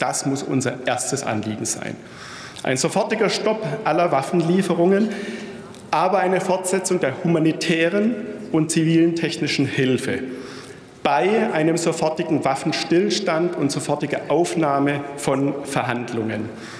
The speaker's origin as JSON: {"language": "German", "country": "Germany", "said": "wir als Deutsche"}